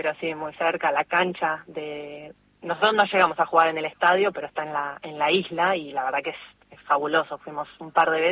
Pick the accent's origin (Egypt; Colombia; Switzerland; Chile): Switzerland; Geneva; Yo de chica, ya te digo, en Suiza, que pude arrancar a los 8 o 9 años. En un club de barrio, obviamente, éramos un equipo de toda la zona